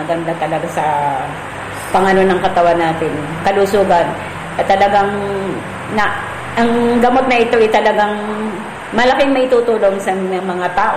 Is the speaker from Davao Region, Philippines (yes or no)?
no; Calapan, Mimaropa, Philippines; Taga Ilaya po.